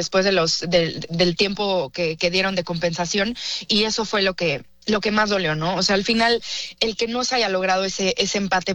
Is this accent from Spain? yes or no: no; Mexico; eso te da mucho gusto como mexicano